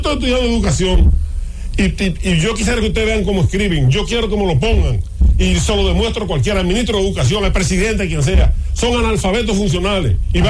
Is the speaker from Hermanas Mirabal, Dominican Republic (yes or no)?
no; Dajabón, Dominican Republic; Yo conocía a don Fiste Medina, por ejemplo, en Dajabón, en mi pueblo.